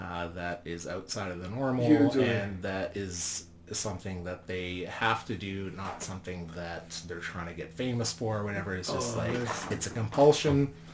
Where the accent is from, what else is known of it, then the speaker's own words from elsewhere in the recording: Regina, Saskatchewan, Canada; now in Penticton, Canada; And I'm from Regina originally. I lived there for a long time, and of course that has like a pretty bad rap for being a crappy city. And it kind of is a crappy city